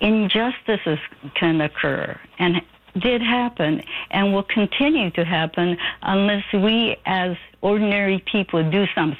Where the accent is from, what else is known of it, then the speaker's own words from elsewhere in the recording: Prince Rupert, British Columbia, Canada; born there; also born or lived in Steveston; Lo and behold, I arrived prematurely, and that's why I was born in Prince Rupert.